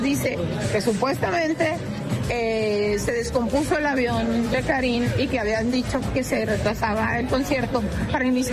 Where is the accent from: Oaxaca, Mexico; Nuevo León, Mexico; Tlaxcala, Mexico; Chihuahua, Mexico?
Chihuahua, Mexico